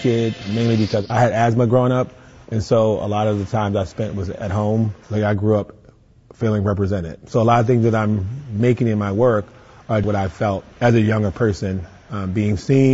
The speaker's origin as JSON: {"language": "English", "town": "Baltimore", "region": "Maryland", "country": "United States", "tie": "born or raised there", "said": "I'm from Baltimore, and I have a lot of great stories and memories of growing up in Baltimore."}